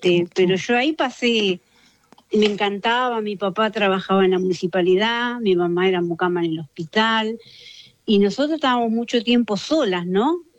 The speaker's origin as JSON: {"language": "Spanish", "town": "Manzanares", "region": "Buenos Aires", "country": "Argentina", "tie": "born or raised there", "also_born_or_lived": "Casilda, Santa Fe", "lives_now": "Pilar, Argentina", "said": "muy chiquita, a los 3 años vinimos para esta zona. Primero muchos años en Manzanares y después en Pilar, y bueno, acá nos quedamos."}